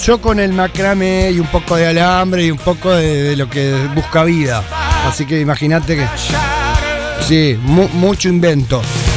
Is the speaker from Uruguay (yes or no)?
yes; Paso del Parque del Daymán, Paysandú, Uruguay; moved away; Soy de Paso del Parque del Daimán, que es un pueblito chiquito